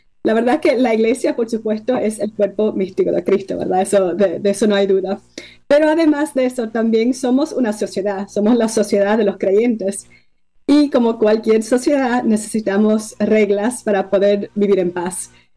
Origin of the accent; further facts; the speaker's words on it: United States; born there; realmente nací en Estados Unidos